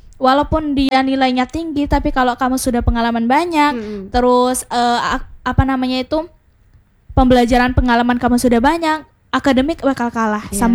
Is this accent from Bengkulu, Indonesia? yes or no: yes; Kaur, Bengkulu, Indonesia; moved away as an adult; now in Bengkulu, Indonesia; Orang Kaur Mbak.